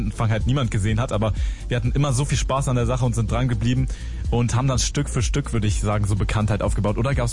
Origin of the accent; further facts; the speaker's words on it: Münster, North Rhine-Westphalia, Germany; So Freunde aus Münster, aus meiner Heimatstadt.